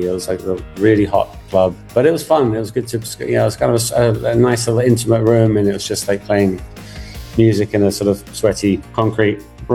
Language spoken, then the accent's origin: English; England, United Kingdom; now in Tokyo, Japan; as an Englishman